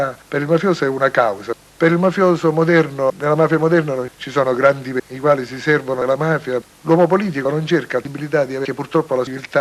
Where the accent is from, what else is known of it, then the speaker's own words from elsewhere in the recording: Sicily, Italy; che io da siciliano non condivido ma che amo